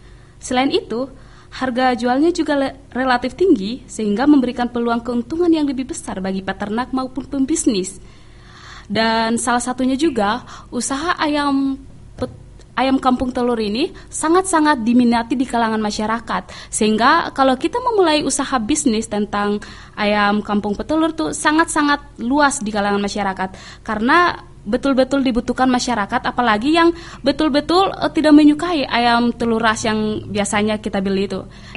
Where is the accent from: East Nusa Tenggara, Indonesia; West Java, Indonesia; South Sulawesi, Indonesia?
East Nusa Tenggara, Indonesia; Sumba; now in Bali, Indonesia; saya juga berasal dari Sumba